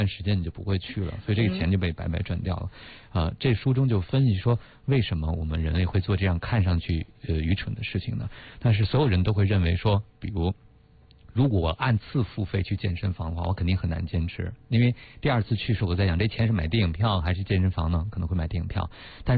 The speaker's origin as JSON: {"language": "Chinese", "country": "China", "said": "我们中国人"}